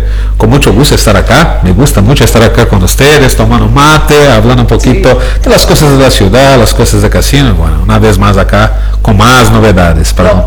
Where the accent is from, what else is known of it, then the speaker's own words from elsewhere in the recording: Brazil; now in Puerto Iguazú, Argentina; soy brasileño.